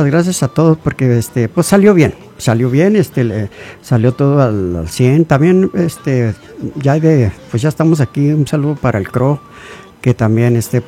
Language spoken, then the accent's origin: Spanish; Ciudad Juárez, Chihuahua, Mexico; De la Pancho Villa, Juaritos.